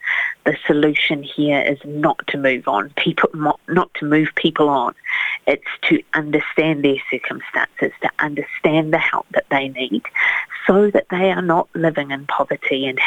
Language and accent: English; New Zealand